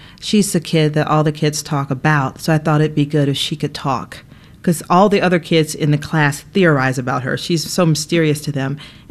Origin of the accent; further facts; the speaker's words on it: Atlanta, Georgia, United States; I grew up in Atlanta during the child murders.